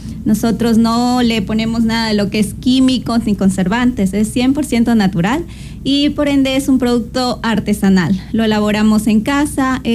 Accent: San Jacinto del Búa, Santo Domingo de los Tsáchilas, Ecuador; nosotros somos de San Jacinto del Búa, una parroquia rural de aquí del Cantón Santo Domingo.

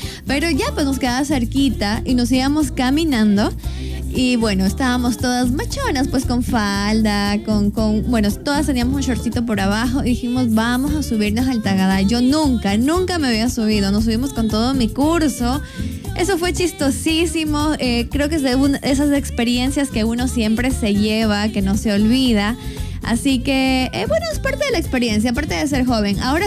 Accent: Santo Domingo, Santo Domingo de los Tsáchilas, Ecuador; Cuando a mí me preguntan usted de dónde es, yo digo feliz, yo soy de Santo Domingo.

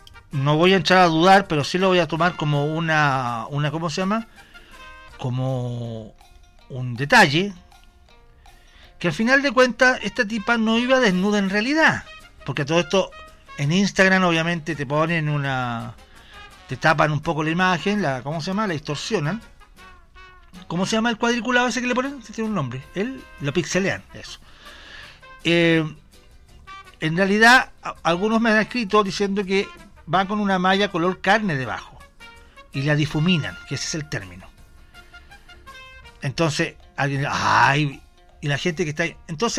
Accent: Chile; pues esto es Chile. No flipamos como los españoles nosotros.

